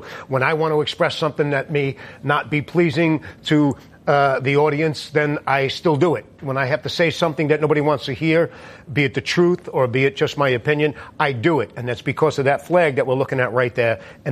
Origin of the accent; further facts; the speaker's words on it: Staten Island, New York, United States; And back in the 90s, I came from Staten Island, which, you know, we get a bad rap for being knuckle dragon ogres.